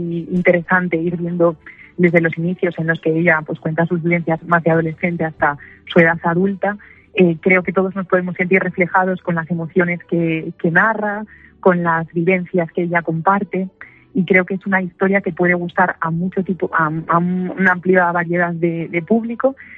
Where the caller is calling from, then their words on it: Madrid, Community of Madrid, Spain; yo vivo en Madrid